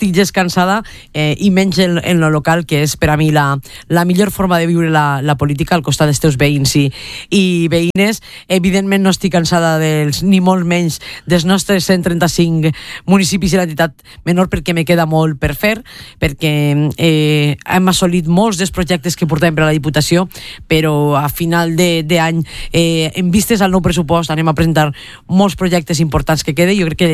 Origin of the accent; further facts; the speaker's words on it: la Vall d'Alba, Valencian Community, Spain; l'alcaldessa de tots els valldalbencs, perquè és el meu poble